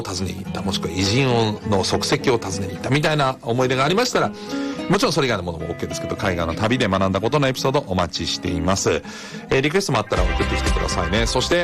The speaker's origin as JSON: {"language": "Japanese", "town": "Frankfurt", "region": "Hesse", "country": "Germany", "tie": "born or raised there", "moved": "yes", "said": "私が生まれ育ったフランクフルトにはね"}